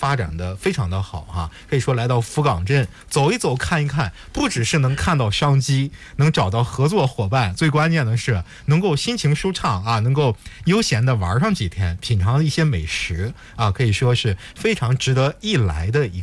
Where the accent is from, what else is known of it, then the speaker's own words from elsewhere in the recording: Jinan, Shandong, China; 因为我是济南人